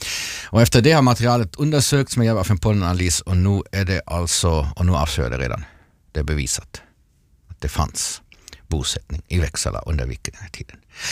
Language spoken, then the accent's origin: Swedish; Vörå, Ostrobothnia, Finland; så gjorde ni inte som i min hemkommun i Vörå